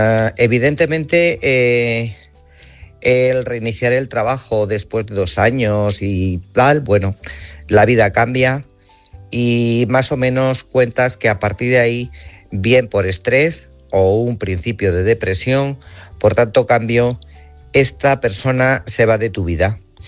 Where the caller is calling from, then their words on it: Guadalajara, Castilla-La Mancha, Spain; Buenas noches, Álvaro, corresponsales y oyentes. … de Guadalajara.